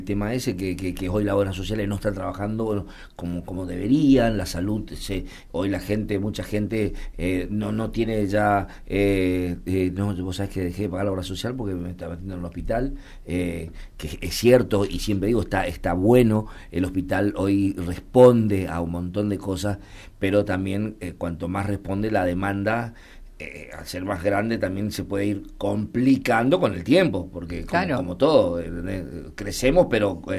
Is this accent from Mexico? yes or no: no; Argentina; porque como argentinos nos gusta hablar de todo